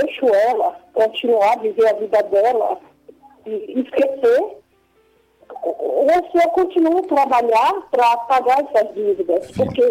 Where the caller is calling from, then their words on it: Rio Grande do Sul, Brazil; De algum lugar do Rio Grande do Sul.